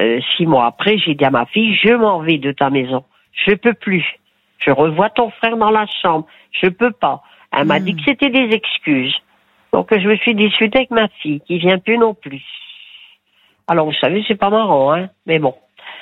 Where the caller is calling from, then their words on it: Béthune, Hauts-de-France, France; ils étaient au lycée derrière chez moi à Béthune